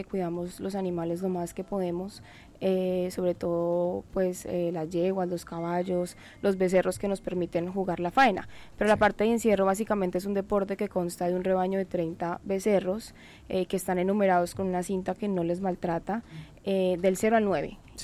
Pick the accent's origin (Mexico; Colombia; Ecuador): Colombia; Llanos Orientales; Y esto es lo que lo representa a uno como llanero, entonces siempre lo cargo conmigo.